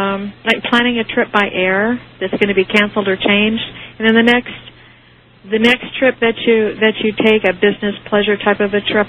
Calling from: Julian, California, United States; I'm from Julian, California.

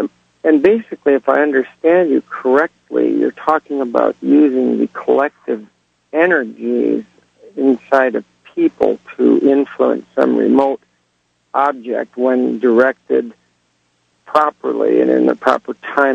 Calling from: Reno, Nevada, United States; I'm from the Reno area.

